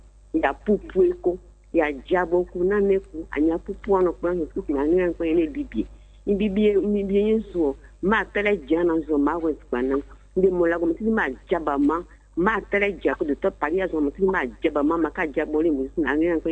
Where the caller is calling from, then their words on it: Abidjan, Côte d’Ivoire; Je nous appelle d'Abobo.